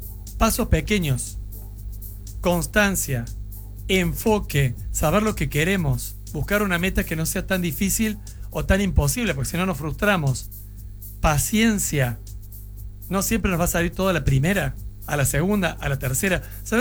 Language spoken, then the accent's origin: Spanish; Argentina